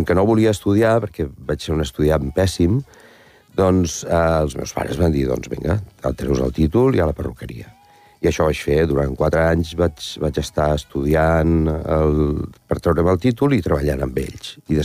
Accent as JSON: {"language": "Catalan", "town": "Alcoy", "region": "Valencian Community", "country": "Spain", "tie": "born or raised there", "said": "que és unes titelles que es fan al meu poble, al Coi, al Nadal"}